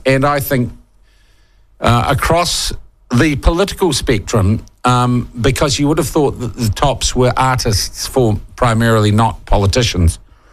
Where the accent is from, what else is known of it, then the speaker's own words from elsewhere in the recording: New Zealand; I myself posted about the sense of loss I felt as a New Zealander